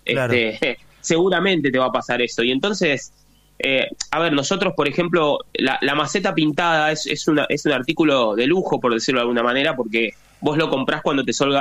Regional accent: Tigre, Buenos Aires Province, Argentina; born there; yo tengo 42 años y nací en Tigre, a 4 cuadras del Puerto de Frutos.

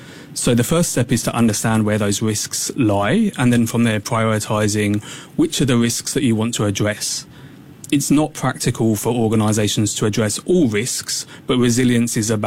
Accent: England, United Kingdom; accent: English; You may tell from my accent, I will 100% be cheering for England

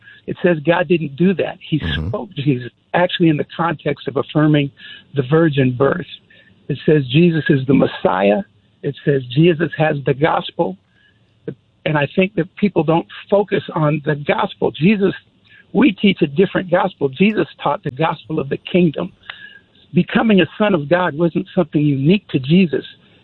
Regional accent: New York, United States; born there; I was born in New York.

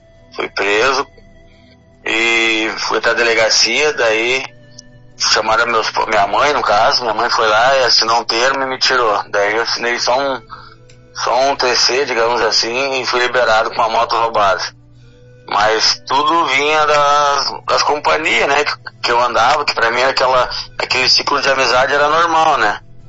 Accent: Rio Grande do Sul, Brazil; Sim, uh-huh. Eu sou do Rio Grande do Sul, uh-huh.

